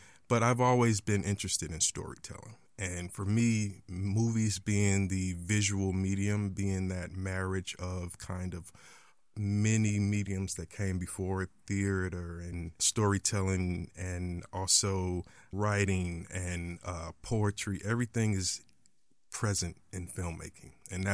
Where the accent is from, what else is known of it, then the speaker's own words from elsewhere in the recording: East St. Louis, Illinois, United States; I am a local guy. I grew up in East St. Louis, which is nearby Edwardsville.